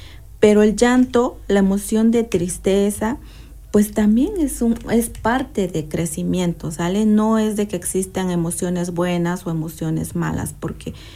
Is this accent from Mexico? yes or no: yes; Mexico; como mexicanos, como tradición, como costumbre